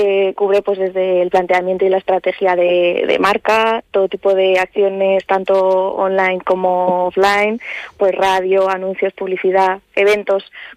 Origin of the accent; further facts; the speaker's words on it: Teruel, Aragon, Spain; yo desde la infancia he nacido y he crecido aquí en Teruel. Es verdad que pues ya con 18, cuando te planteas qué hacer, qué estudiar y de qué quería trabajar, pues me fui a Zaragoza, fui a estudiar a la universidad.